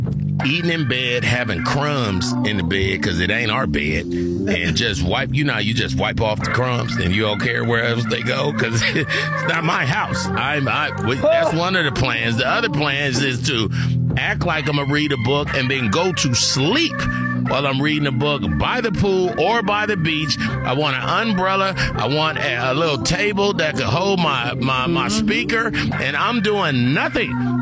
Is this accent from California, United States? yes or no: yes; California, United States; I'm from California. That was always what we can, worst day ever, no money ever. We can get a blanket and go to the beach.